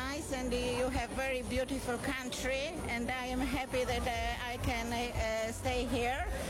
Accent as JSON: {"language": "English", "country": "Poland", "second_language": "English", "said": "I'm from Poland."}